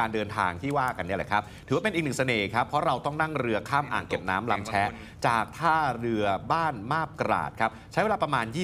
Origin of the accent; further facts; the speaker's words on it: Phitsanulok, Thailand; born there; also born or lived in Southern Thailand; ผมเองเนี่ยพื้นเพคนใต้บอกก่อนแต่ว่าเกิดแบบที่พิษโลกนะฮะ